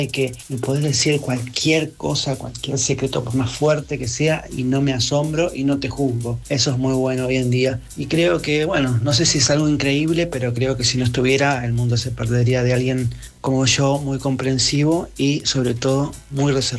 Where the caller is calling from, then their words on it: San Martín, Argentina; de San Martín